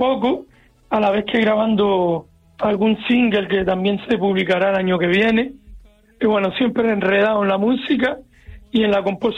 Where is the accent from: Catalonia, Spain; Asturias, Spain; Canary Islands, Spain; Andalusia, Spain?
Canary Islands, Spain; Las Palmas de Gran Canaria; born there; moved away as an adult; now in Santidad, Arucas, Spain; Yo nací en el barrio de San Cristóbal, barrio marinero de la capital.